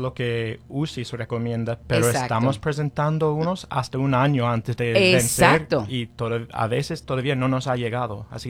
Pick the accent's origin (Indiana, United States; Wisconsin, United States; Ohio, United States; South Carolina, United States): Indiana, United States; Yo soy del norte de Indiana originalmente, ahí hay algunas comunidades de Amish